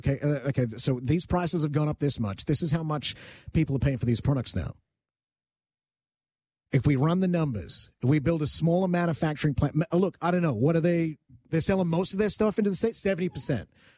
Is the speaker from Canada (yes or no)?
yes; Canada; I'm Canadian.